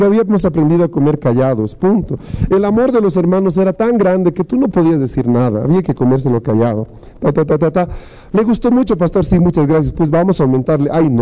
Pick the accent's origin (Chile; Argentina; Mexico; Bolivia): Bolivia; Somos bolivianos, tenemos mucha energía, somos a todo terreno, estamos dispuestos casi para comer cualquier cosa.